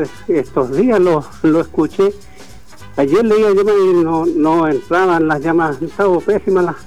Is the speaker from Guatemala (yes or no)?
no; O'Higgins, Chile; now in Las Cabras, Chile; Yo soy oriundo de ahí, oiga, de ese sector, Las Palmas de Cocalán.